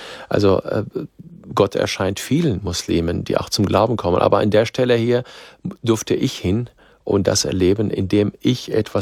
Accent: Syria; Dadurch, dass ich Arabisch kann, ich bin ja in Syrien geboren, aufgewachsen

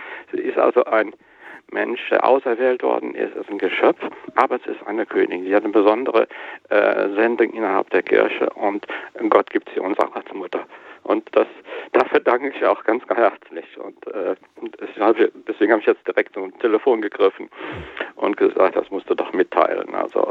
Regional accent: Rhineland, Germany; ich bin Rheinländer und bin wieder hier nach einigen Umzügen im Rheinland gelandet.

